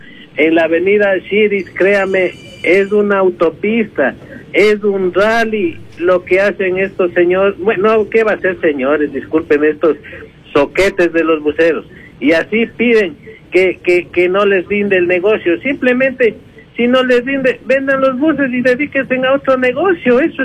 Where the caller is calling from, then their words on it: Ecuador; yo no soy gringo ni de otro país, pero la idiosincrasia del ecuatoriano es esa.